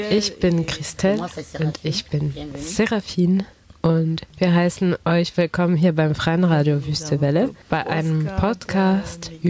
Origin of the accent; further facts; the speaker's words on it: Yaoundé, Centre, Cameroon; German is a second language; moved away as an adult; now in Germany; ich komme aus Kamerun, um genauer zu sein, aus der Stadt Yaoundé. Und ich bin in Deutschland seit 3 Jahren und ich bin 30 Jahre alt.